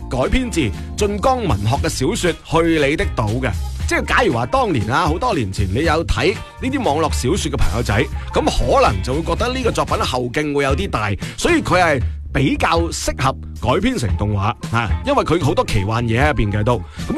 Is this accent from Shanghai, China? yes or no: no; Guangdong, China